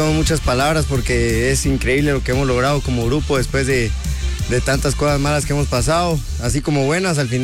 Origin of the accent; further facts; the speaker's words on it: Fraijanes, Guatemala Department, Guatemala; Es mi pueblo, mi gente.